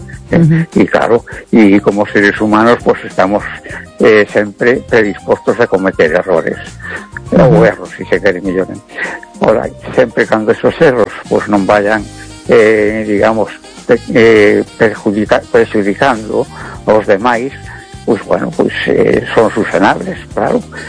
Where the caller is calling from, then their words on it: A Coruña, Galicia, Spain; de Coruña.